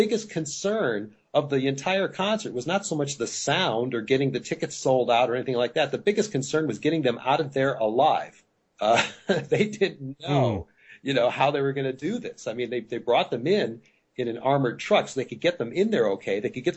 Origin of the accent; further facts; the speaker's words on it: Cleveland, Ohio, United States; I mean, I was growing up in Cleveland at the time, and I knew about it.